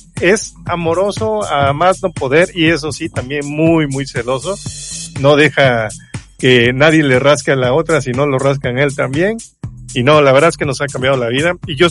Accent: Mexico; ya sabes cómo somos aquí los mexicanos.

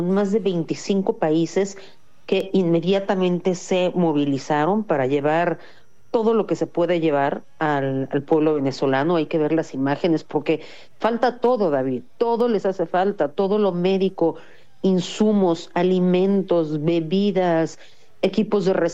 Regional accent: Mexico

